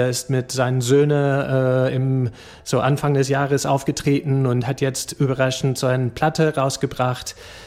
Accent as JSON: {"language": "German", "region": "Scotland", "country": "United Kingdom", "tie": "born or raised there", "second_language": "German", "moved": "yes", "said": "Ich bin in Schottland aufgewachsen"}